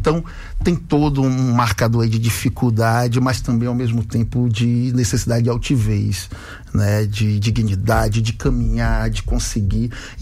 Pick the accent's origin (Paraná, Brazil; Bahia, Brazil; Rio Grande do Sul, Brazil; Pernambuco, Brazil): Bahia, Brazil; Salvador; Esse disco também faz com que eu retorne à minha comunidade da Boca do Rio. Eu sou da Boca do Rio, propriamente dito ali do Barreiro, né? Subindo pelo Marbaque, setor 2.